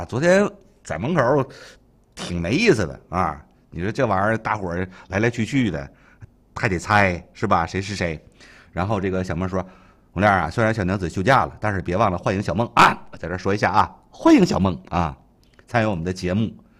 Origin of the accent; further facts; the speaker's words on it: China; 作为中国人骨子里的东西啊